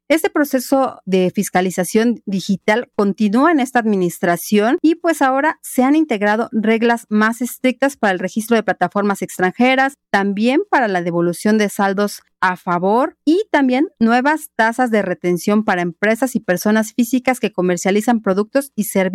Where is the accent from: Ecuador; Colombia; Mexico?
Mexico